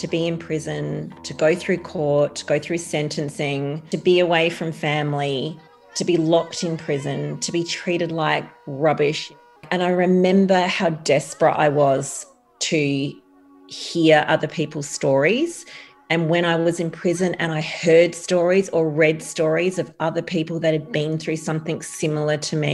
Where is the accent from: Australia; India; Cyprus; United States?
Australia; Adelaide, South Australia; I grew up in Adelaide's southern suburbs. It was a small hills community.